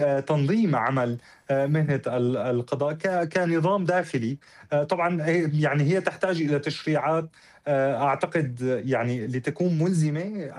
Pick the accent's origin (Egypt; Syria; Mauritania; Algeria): Syria; نعانيه كلنا كسوريين وسوريات